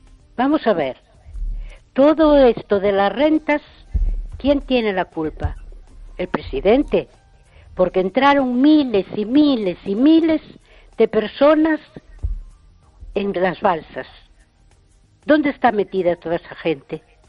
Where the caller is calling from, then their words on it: A Coruña, Galicia, Spain; Soy de La Coruña.